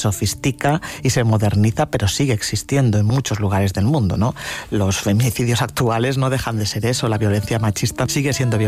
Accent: Aragon, Spain; yo que soy aragonesa con ascendencia catalana

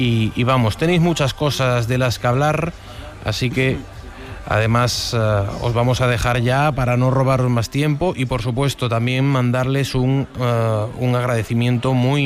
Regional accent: Galicia, Spain; Yo soy gallego.

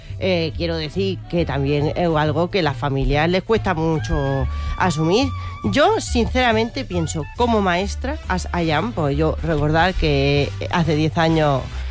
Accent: Region of Murcia, Spain; Estas son de mi tierra, que sí, ¿verdad?

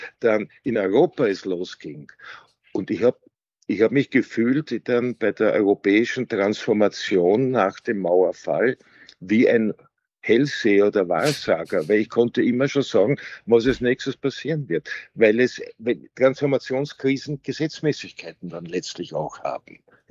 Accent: Austria; Und ich als Österreicher sage, warum soll ich geführt werden von Politikern, die ich nicht wählen konnte?

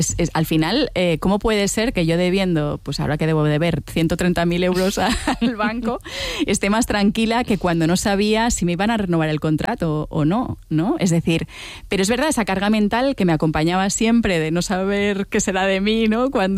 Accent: Balearic Islands, Spain; now in Barcelona, Spain; Y de dónde soy. Yo si soy mallorquina, si soy barcelonesa, siempre le he estado dando vueltas a esto.

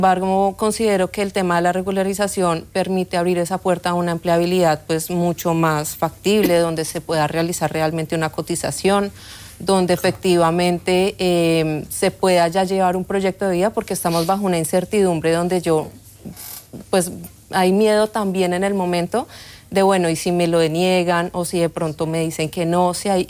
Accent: Colombia; Catalan is a second language; soc de Colòmbia.

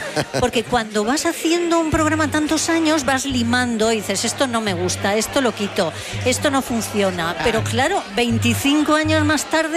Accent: Cervera, Spain; en Cervera, en mi ciudad, en mi pueblo

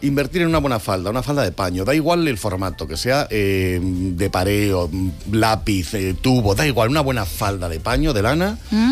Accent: Madrid, Community of Madrid, Spain; yo soy madrileño, pero soy de madre aragonesa.

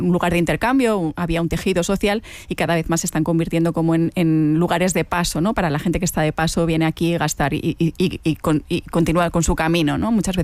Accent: Mallorca, Balearic Islands, Spain; moved away as an adult; now in Barcelona, Spain; Yo llegué a Barcelona con 18 años, soy de Mallorca, vine a estudiar la carrera de periodismo y me quedé aquí. Y entonces nunca he sabido muy bien si soy mallorquina, si soy barcelonesa

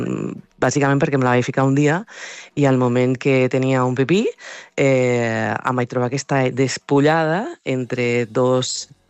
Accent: Mollerussa, Catalonia, Spain; jo soc del Pla d'Urgell, de les Terres de Lleida, llavors aquí és molta zona de ramaderia i agricultura.

